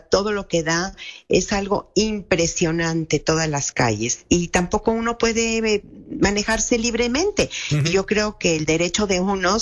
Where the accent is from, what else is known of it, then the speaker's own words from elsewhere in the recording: Mexico; Y me siento como mexicana tan impotente.